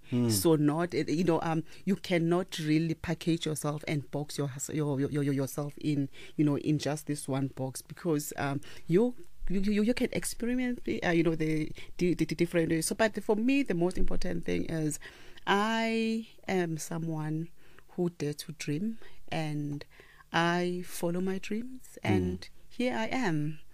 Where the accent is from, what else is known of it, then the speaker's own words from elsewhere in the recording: Durban, KwaZulu-Natal, South Africa; first and foremost, you know, I'm a girl from a humble beginnings, from a dusty street of Umlazi. I come from KwaZulu-Natal in Durban.